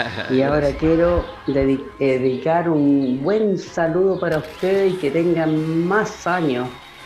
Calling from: Villa Alemana, Valparaíso, Chile; de Villa Alemana.

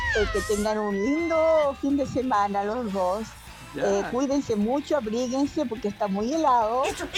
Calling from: Viña del Mar, Valparaíso, Chile

